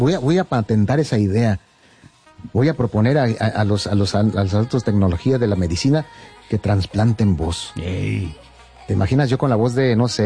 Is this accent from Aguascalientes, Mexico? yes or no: yes; Aguascalientes, Mexico; No, soy de aquí de Aguascalientes, el chupacabras.